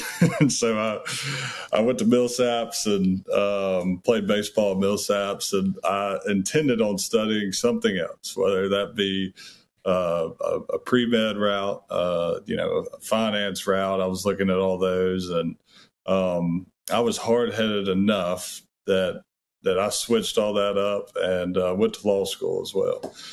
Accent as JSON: {"language": "English", "town": "Ocean Springs", "region": "Mississippi", "country": "United States", "tie": "born or raised there", "also_born_or_lived": "Moss Point / Pascagoula", "said": "Yeah. So growing up, I was born in Ocean Springs. When I was a kid, my parents were back and forth from Moss Point and Pascagoula."}